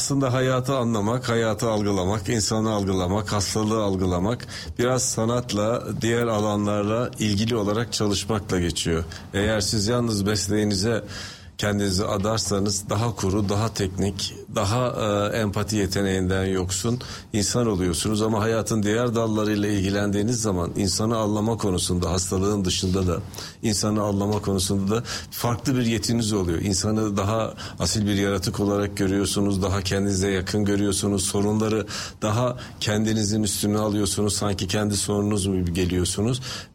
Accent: Kayseri, Turkey; Ben Kayseriliyim. Benim doğduğum yerlerde o zamanki en eski yerleşimlerden Kanışkarun bölgesi vardı.

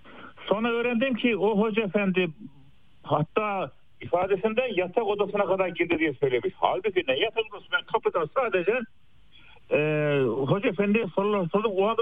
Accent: Eskişehir, Turkey; now in Germany; ben kendi köyümde doğduğum, büyüdüğüm köyümde tatile gitmiştim.

